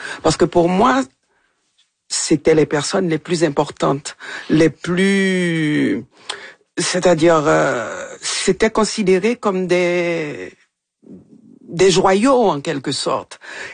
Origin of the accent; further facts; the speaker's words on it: Haiti; moved away; Ça fait longtemps que j'ai quitté Haïti.